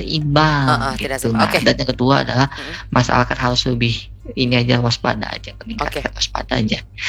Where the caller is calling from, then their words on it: South Kalimantan, Indonesia; sebagai warga Kalimantan Selatan